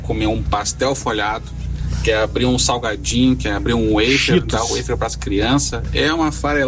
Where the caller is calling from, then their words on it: Gravataí, Rio Grande do Sul, Brazil; Sou de Gravataí. Tô aqui em Porto Alegre agora.